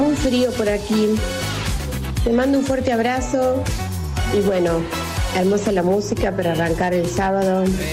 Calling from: Hernando, Córdoba, Argentina; acá de Hernando.

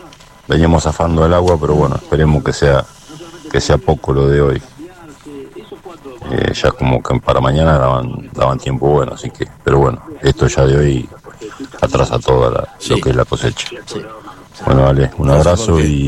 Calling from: Facundo Quiroga, Buenos Aires Province, Argentina; de Facundo Quiroga.

